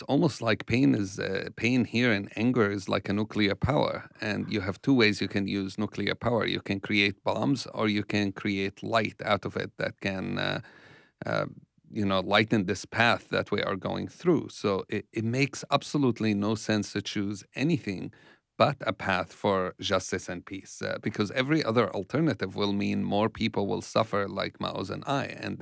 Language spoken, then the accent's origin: English; Jerusalem, East Jerusalem, Palestine; also born or lived in West Bank; I grew up in East Jerusalem and in the West Bank. And I grew up during the First Intifada and the occupation. I think first time I was shot at, I was 7 or 8. years old, and this was a norm for growing up as a Palestinian kid.